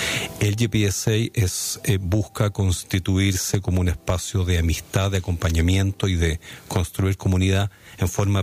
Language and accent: Spanish; Chile; moved away as an adult; now in Chapel Hill, United States; Nosotros somos chilenos, nos regresábamos a Chile.